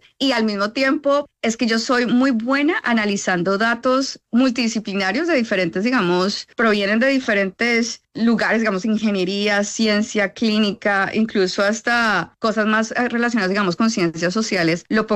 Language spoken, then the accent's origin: Spanish; Neiva, Huila, Colombia; otro colombiano, yo soy de Neiva, huilense